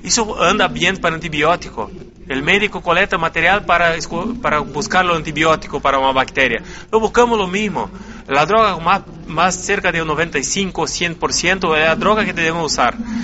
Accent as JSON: {"language": "Spanish", "town": "Uruguaiana", "region": "Rio Grande do Sul", "country": "Brazil", "said": "soy de Uruguayana"}